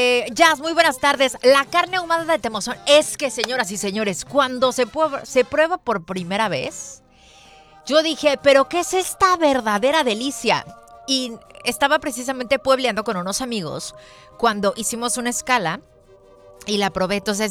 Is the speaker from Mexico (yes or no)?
yes; Mexico City, Mexico; A ver, pero yo soy de Ciudad de México y yo sí le pongo el limoncito a la cochinita, lo siento.